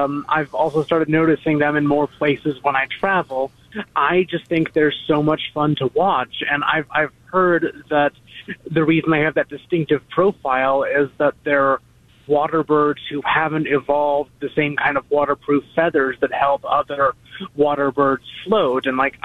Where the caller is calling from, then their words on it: Ashland, Wisconsin, United States; I moved up to Ashland about 6 years ago